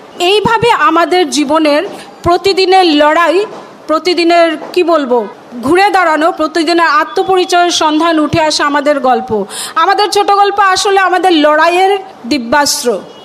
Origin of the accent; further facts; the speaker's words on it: Assam, India; আমাদের আসামের ছোট গল্প